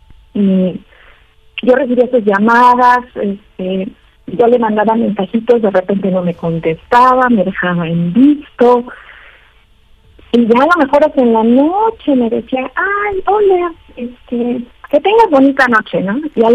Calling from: Morelos, Mexico; Tengo 39 años y soy de Morelos.

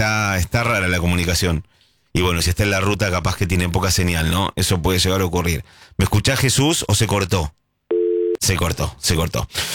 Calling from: Comodoro Rivadavia, Chubut, Argentina; Buenas noches, mi programa favorito … de Comodoro, recordando canciones

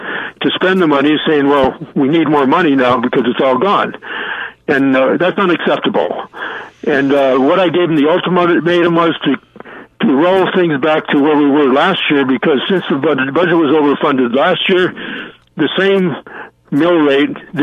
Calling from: Canterbury, Connecticut, United States; I'm calling from Canterbury.

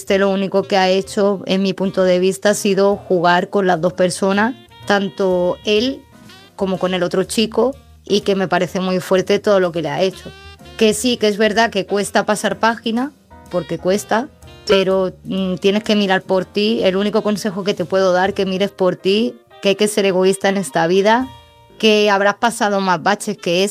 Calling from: Málaga, Andalusia, Spain; Soy corresponsal de Málaga

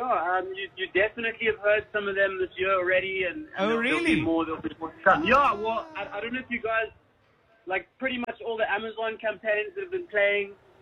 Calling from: Hout Bay, Western Cape, South Africa; I hail from the land of Hout Bay.

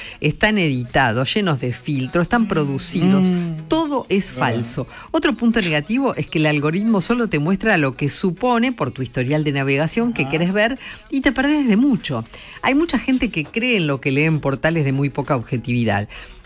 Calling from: Posadas, Misiones, Argentina; de Posadas.

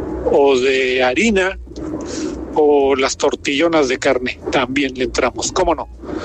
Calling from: Mexico; yo sí me considero mexicano

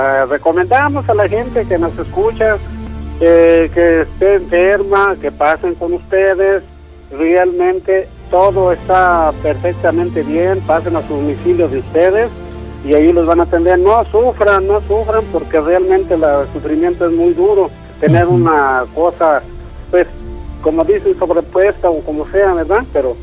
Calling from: Zapopan, Jalisco, Mexico; De aquí, de Zapopan.

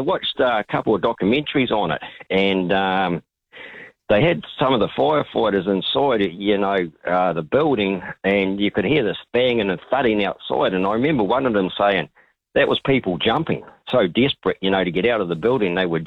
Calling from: Christchurch, Canterbury, New Zealand; I was working at the airport at that stage at Christchurch here

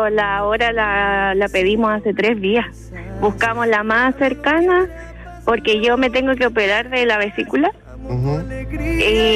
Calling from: Santiago, Santiago Metropolitan Region, Chile; Somos, sí, de Santiago, de Lo Espejo, pero nos casamos en La Granja.

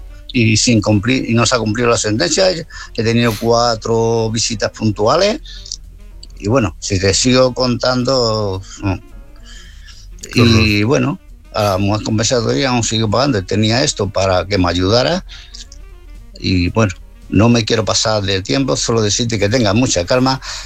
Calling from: Málaga, Andalusia, Spain; de Málaga.

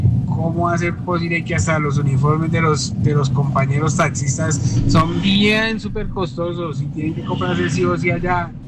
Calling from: Bogotá, Colombia; yo soy taxista de Bogotá también

